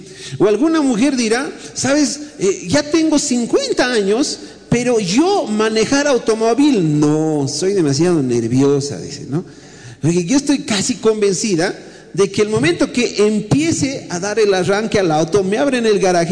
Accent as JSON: {"language": "Spanish", "region": "La Paz", "country": "Bolivia", "said": "sí, somos de La Paz, estamos viniendo."}